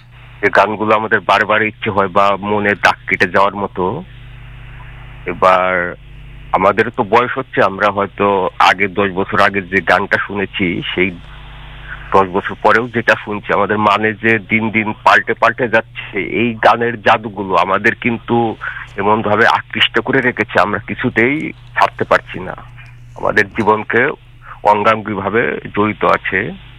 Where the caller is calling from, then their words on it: Samudragarh, West Bengal, India; আমি সমুদ্রগড় থেকে